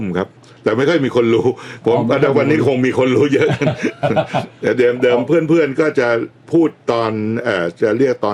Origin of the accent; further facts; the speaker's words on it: Bangkok, Thailand; เป็นคนกรุงเทพ